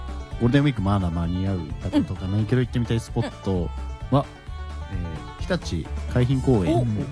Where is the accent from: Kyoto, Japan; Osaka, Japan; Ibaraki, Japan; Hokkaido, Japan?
Ibaraki, Japan; 僕も茨城出身なんですけど